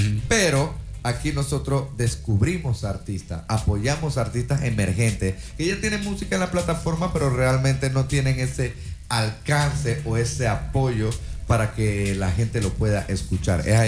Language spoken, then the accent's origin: Spanish; Panama City, Panamá, Panama; tú sabes cuál es la que es, you know, directamente de la ciudad de Panamá.